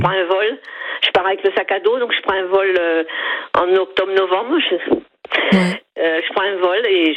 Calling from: Lormont, Nouvelle-Aquitaine, France; J'habite à Lormont, on n'est pas loin.

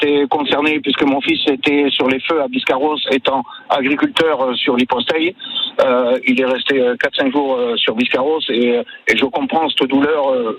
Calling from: Ousse-Suzan, Nouvelle-Aquitaine, France; j'habite à Oust-Suzan

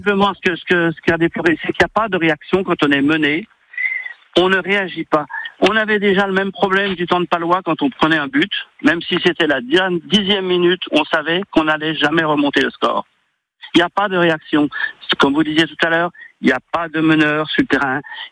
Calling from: Bourgogne-Franche-Comté, France

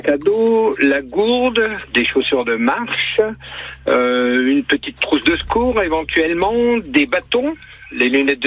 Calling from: Céret, Occitanie, France; Oui, oui, je suis dans Céret.

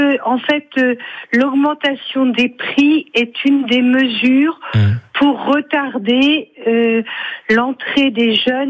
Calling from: Villers-lès-Nancy, Grand Est, France; De Villers-les-Nancy.

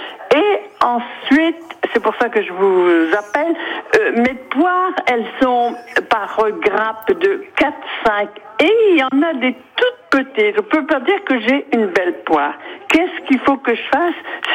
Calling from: Blaringhem, Hauts-de-France, France; De Blaringhem

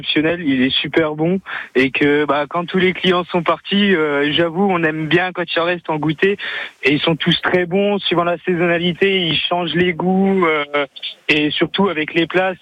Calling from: Beaune, Bourgogne-Franche-Comté, France; De Beaune.

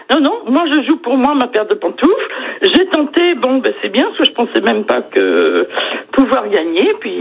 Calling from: Vicq-sur-Nahon, Centre-Val de Loire, France; moi, je vous appelle de Vic-sur-Naon, petite commune située près du château de Valençay. Donc, et pas très loin, effectivement, du parc zoologique de Beauval.

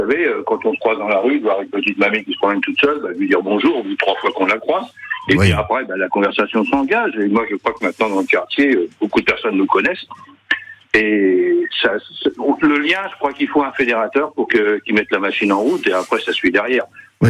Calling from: Canet-en-Roussillon, Occitanie, France; moi je suis sur Canet Sud, donc dans les immeubles qui sont sur Canet Sud.

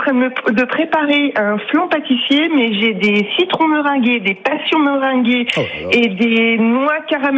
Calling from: Bourgogne-Franche-Comté, France; je suis et pâtissière et confiturière, pas très très loin de Beaune, entre Beaune et Nice-Saint-Georges en fait.

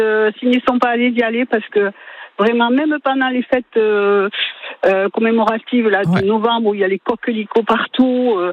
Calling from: Béziers, Occitanie, France; Je suis à Béziers.

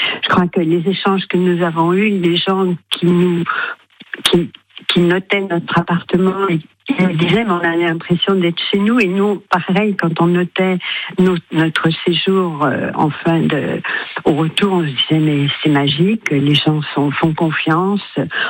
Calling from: Boulazac, Nouvelle-Aquitaine, France; De Boulazac.

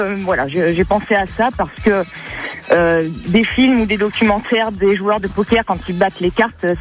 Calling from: Rochechouart, Nouvelle-Aquitaine, France; De Rochechouart.

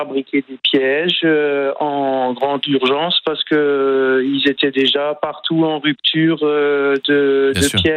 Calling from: France; je viens d'Ambar-la-Ville.

